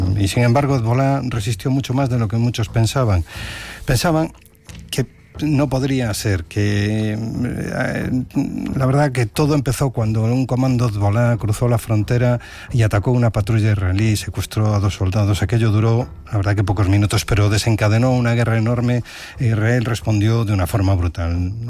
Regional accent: Galicia, Spain; Y a mí, personalmente, que soy gallego, me recordaba mucho la época del Prestige en mi querida Galicia.

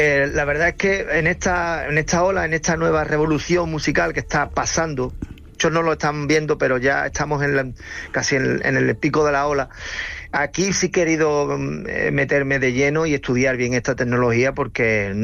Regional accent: Cádiz, Andalusia, Spain; pues que yo soy de Cádiz y decir Massachusetts me cuesta, ¿eh?

